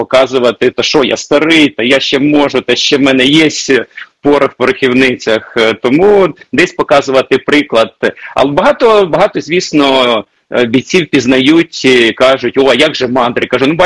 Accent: Zaporizhzhia Oblast, Ukraine; moved away; І я коли приїхав сюди, на Запоріжжя, в Оріхів, я це, розумієте, це мій рідний край. Це мій рідний край, я сам навчався в Запоріжжі, Оріхів, Мала Токмачка, там Роботіне, Пологи, це далі. Це дорога додому, тобто це мої знайомі місця

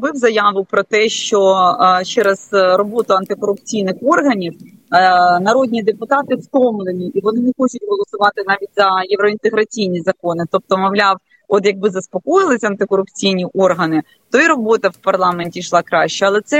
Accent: Kyiv Oblast, Ukraine; я сама з Київщини

